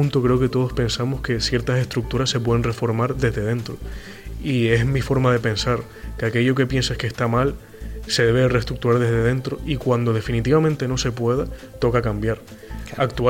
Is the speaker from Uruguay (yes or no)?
no; Spain